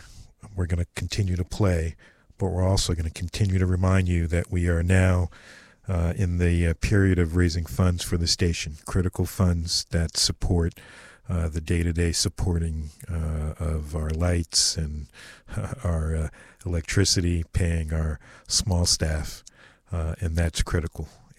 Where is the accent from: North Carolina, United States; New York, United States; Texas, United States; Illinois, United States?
New York, United States; in New York, upstate, well, White Plains. I'm a New Yorker, so might as well be Canada, but White Plains, New York, 1974.